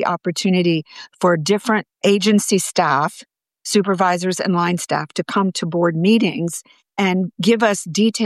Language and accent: English; Ohio, United States; moved away as an adult; now in Athens, Ohio, United States; where I grew up in Central Ohio.